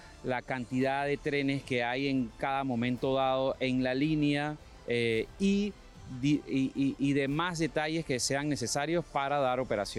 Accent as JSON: {"language": "Spanish", "country": "Panama", "said": "yo como panameño"}